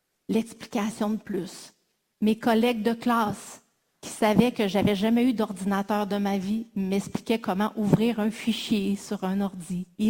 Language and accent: French; Saint-Dominique-du-Rosaire, Quebec, Canada; accent: accent de Saint-Dominique-du-Rosaire; moved away; also born or lived in Paris, France / Ottawa, Canada; C'est sûr que l'accent de Saint-Dominique-du-Rosaire, c'est comme une coche de plus hein, aussi.